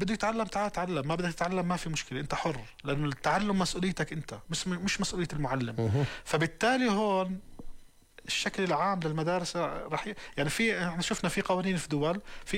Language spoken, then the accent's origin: Arabic; Jordan; احنا عندنا بالأردن هاي في خطوة ممتازة، مشاريع ريادية.